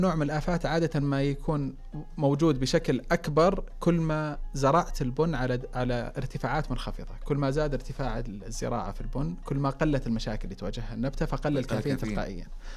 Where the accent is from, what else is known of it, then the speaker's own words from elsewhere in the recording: Saudi Arabia; نستهلكه كسعوديين